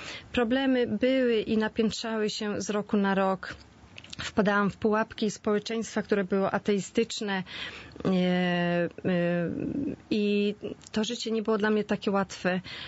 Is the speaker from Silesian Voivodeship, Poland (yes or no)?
no; Świnoujście, West Pomeranian Voivodeship, Poland; moved away